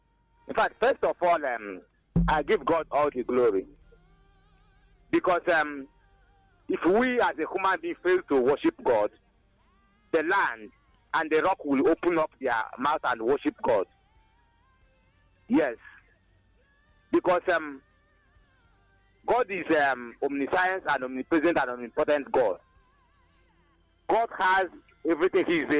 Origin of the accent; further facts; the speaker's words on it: Ebonyi, Nigeria; I'm reaching you from my hometown here in Nkomoro, in the Ezekon Autonomous Community, in Inyaba, the main center of Ebonyi State.